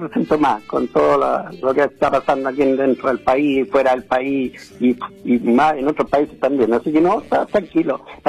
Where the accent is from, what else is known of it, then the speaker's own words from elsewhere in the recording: Valparaíso, Chile; somos de Valparaíso, somos de la nueva ola